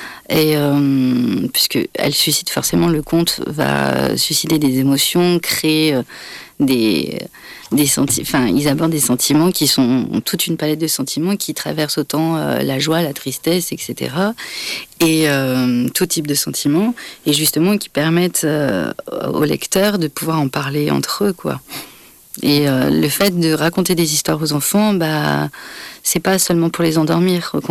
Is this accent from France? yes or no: yes; France; en tant que Française, blanche